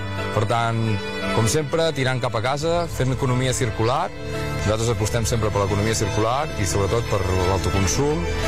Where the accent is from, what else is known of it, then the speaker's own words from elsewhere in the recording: Bàscara, Catalonia, Spain; avui estem aquí a Bàscara, que és el poble on també he criat